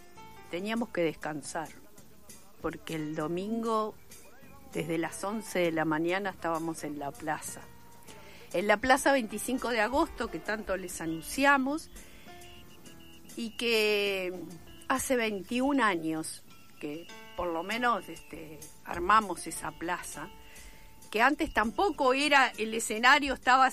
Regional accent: Uruguay; somos uruguayos

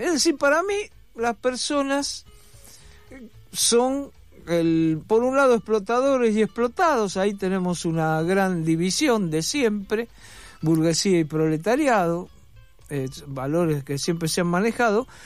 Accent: Argentina; born there; Yo, por ejemplo, soy argentino, nací acá. Soy muy argentino, hinché por Argentina, todo, pero de mí para arriba, toda mi familia, inclusive mi hermana, son españoles.

